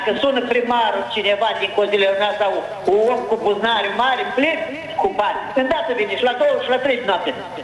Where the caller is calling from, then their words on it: Cimișlia, Cimișlia District, Moldova; de la Cimișlia.